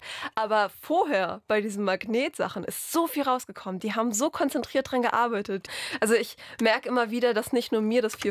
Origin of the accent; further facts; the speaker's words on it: Northern Germany, Germany; Natürlich, ich komme aus dem Norden, ich habe diesen Nordentext geschrieben.